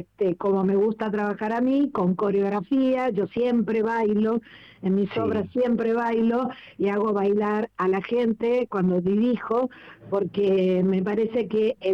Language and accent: Spanish; Buenos Aires, Argentina; yo soy de Mataderos, nací en Mataderos, viví 21 años en Mataderos